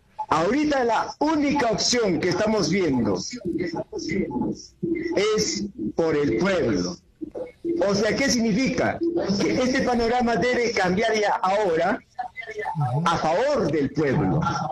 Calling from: Juliaca, Puno, Peru; desde Juliaca.

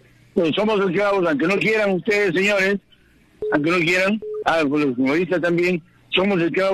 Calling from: Peru

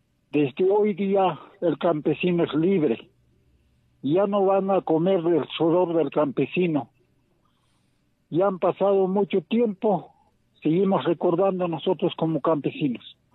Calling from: Puno, Peru; de la provincia de Azángaro.

